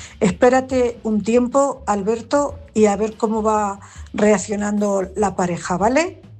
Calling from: Cuenca, Castilla-La Mancha, Spain; Buenas noches … corresponsal de Cuenca.

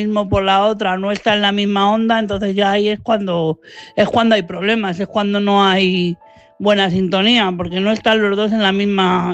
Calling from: Madrid, Community of Madrid, Spain; Buenas noches, Álvaro. Buenas noches, corresponsales. … de Madrid.

